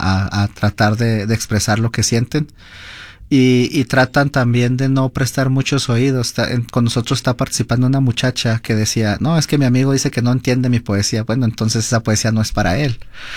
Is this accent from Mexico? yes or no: yes; Mexico; now in Utah, United States; yo soy mexicano